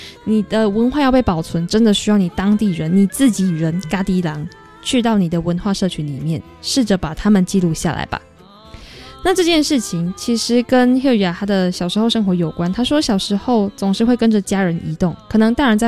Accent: Taiwan; 身为台湾人的我们也是。

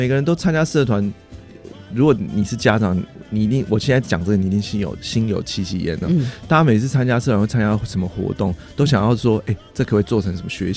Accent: Taiwan; moved away as an adult; 我在台湾长大

